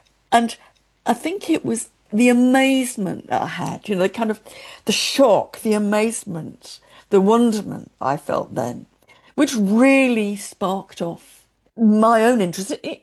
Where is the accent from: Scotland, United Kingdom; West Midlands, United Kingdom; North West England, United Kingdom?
West Midlands, United Kingdom; born there; I came from Shropshire. You know, it was, you know, I hope people in Shropshire don't mind me saying it was the back of beyond, and I'd never been to London.